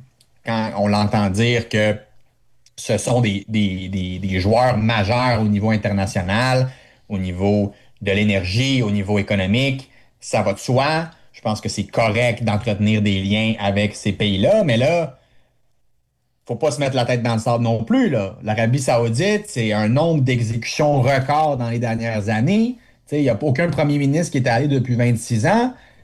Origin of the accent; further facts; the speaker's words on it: Canada; au Canada, en tant que Canadien